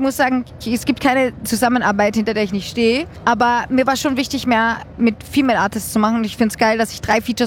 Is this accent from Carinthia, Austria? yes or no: yes; Carinthia, Austria; now in Gmeineck, Austria; Also generell der Millstätter See, da wo ich herkomme, ist richtig schön.